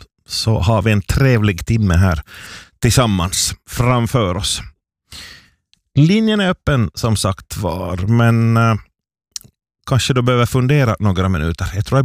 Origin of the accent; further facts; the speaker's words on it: Northern Ostrobothnia, Finland; Jag är från norra Österbotten, ja.